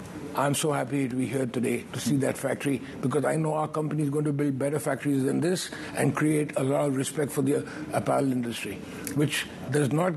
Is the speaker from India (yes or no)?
yes; India; moved away as an adult; now in Hong Kong; Well, you know, I'm Indian. I've lived 45 years in Hong Kong.